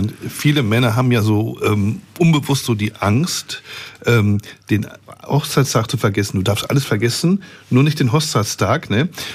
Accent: North Rhine-Westphalia, Germany; moved away; ich komme aus dem Ruhrpott

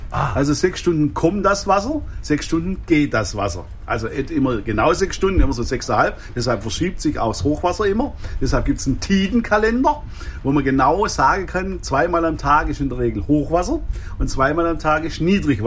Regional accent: Swabia, Germany; now in Wursterland, Lower Saxony, Germany; weil ich bin ja gebürtiger Schwabe.

